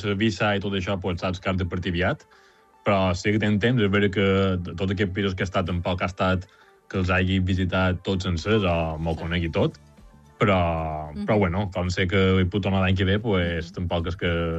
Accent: Porreres, Balearic Islands, Spain

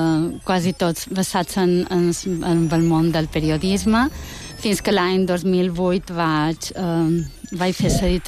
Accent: Balearic Islands, Spain

